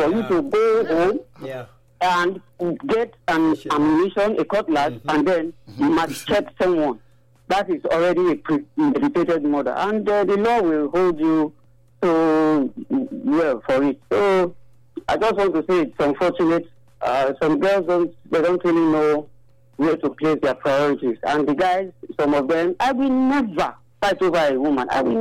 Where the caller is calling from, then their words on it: Benin City, Edo, Nigeria; I'm calling from Benin City.